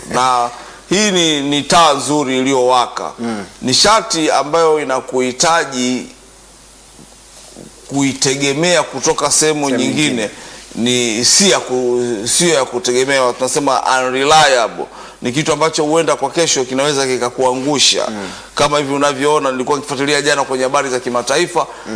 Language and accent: Swahili; Bariadi, Simiyu, Tanzania; now in Dar es Salaam, Tanzania; kule kwetu Bariadi tulikuwa tunatumia mkokoteni wa punda